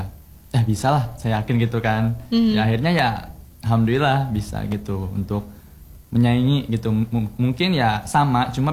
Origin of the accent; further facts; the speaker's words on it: Banten, Indonesia; Masih sama dengan daerah saya juga. Kan saya ada kan dari Kabupaten Tangerang ya.